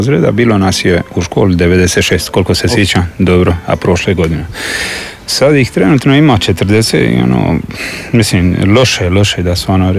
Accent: Lastovo, Dubrovnik-Neretva County, Croatia; to je moj rodni kraj.

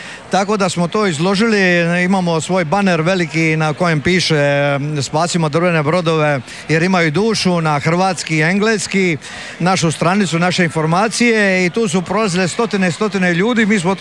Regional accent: Betina, Šibenik-Knin County, Croatia; born there; also born or lived in Korčula; ja sam se rodio praktički na škveru pokojnog Urede Branimira, jednog od najvećega, najviše poznatih brodoraditelja u Betini

